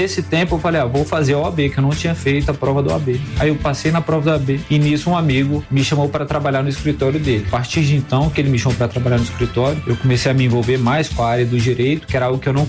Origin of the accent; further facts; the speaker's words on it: Brasília, Federal District, Brazil; Bom, eu sou nascido e criado aqui. Fui criado na Asa Sul, na 306 Sul, então convivi muito ali no plano W3.